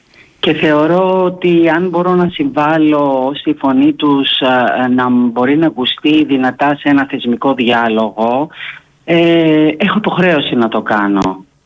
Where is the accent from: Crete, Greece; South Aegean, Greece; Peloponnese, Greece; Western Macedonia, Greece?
South Aegean, Greece; Tilos; Αγαπάω πάρα πολύ το νησί μου. Για μένα η Τήλος δεν είναι απλά ο τόπος καταγωγής μου, δεν είναι μόνο οι άνθρωποι που ζουν πάνω σε αυτό το νησί, είναι οι άνθρωποι μου που έζησαν εδώ, που θαύτηκαν εδώ